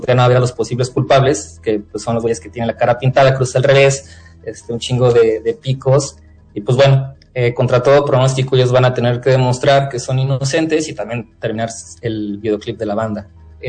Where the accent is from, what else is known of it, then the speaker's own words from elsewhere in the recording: San Luis Potosí, Mexico; soy de San Luis Potosí, orgullosamente